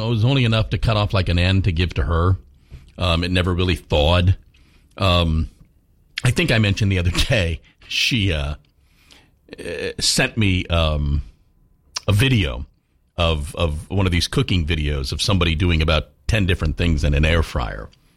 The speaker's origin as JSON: {"language": "English", "region": "Virginia", "country": "United States", "moved": "yes", "said": "Again, I call it my home state. My home state of Virginia is 19th."}